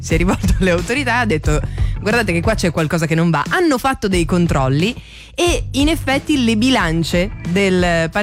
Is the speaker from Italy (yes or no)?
yes; Liguria, Italy; Sono ligure.